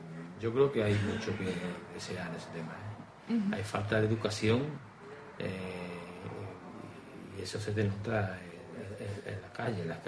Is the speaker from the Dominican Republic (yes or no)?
no; Écija, Andalusia, Spain; Yo lo digo porque soy de Écija